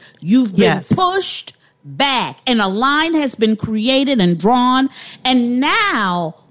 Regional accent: Chicago, Illinois, United States; I'm from Chicago too. I know what to do.

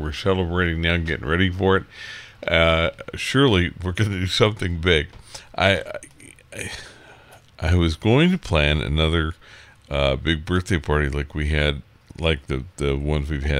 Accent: California, United States; now in Boise, United States; Growing up in California, you could drive all day and still be in California.

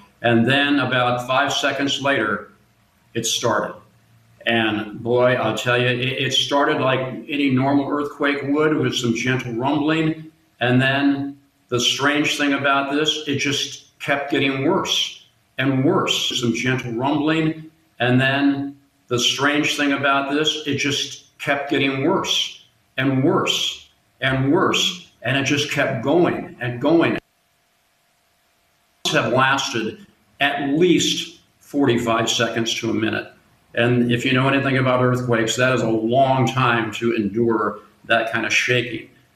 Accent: California, United States; now in Cali, Colombia; I am from California. So I grew up with earthquakes.

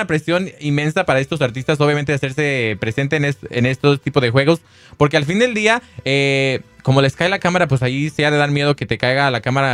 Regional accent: Mexico; Lo que sí nos dimos cuenta es de la gran unidad. Hermandad que tenemos como mexicanos.

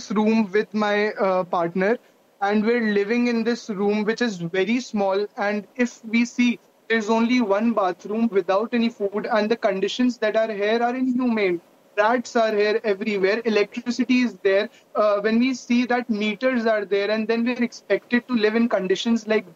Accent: Jaipur, Rajasthan, India; moved away as an adult; now in Delhi, India; I'm from Jaipur

